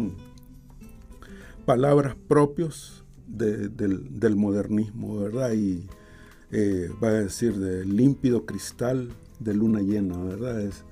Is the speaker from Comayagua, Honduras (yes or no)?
no; Tegucigalpa, Francisco Morazán, Honduras; Este poema, para los que somos de Tegucigalpa, se llama Río Grande.